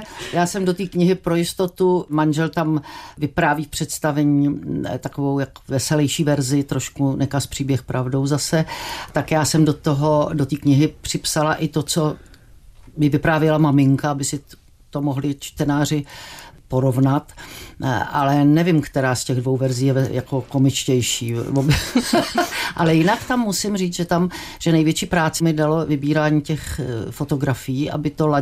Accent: Strakonice, South Bohemian Region, Czechia; born there; moved away as an adult; já jsem ze Šumavy, jo, a oba rodiče pocházeli ze Šumavy 3 kilometry od sebe

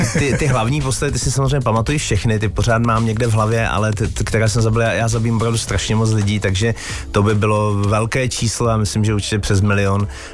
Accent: Sudetenland, Czechia; jsem ze Sudet, jsem Sudeťák, prostě jsem z té oblasti

